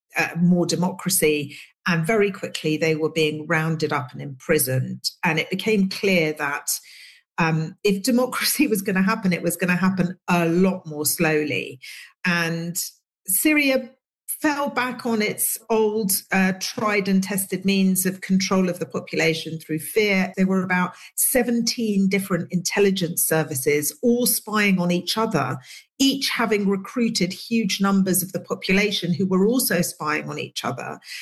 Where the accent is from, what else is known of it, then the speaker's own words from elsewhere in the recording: England, United Kingdom; when me and Asma were young girls growing up in England.